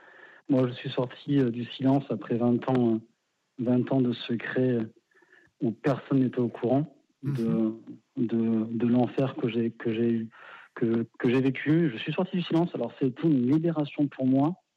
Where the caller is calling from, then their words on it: Bordeaux, Nouvelle-Aquitaine, France; Je suis de Bordeaux.